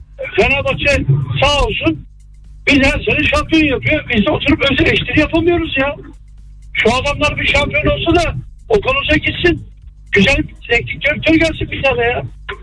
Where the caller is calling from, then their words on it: Istanbul, Turkey; İstanbul Avcılar'dan arıyorum.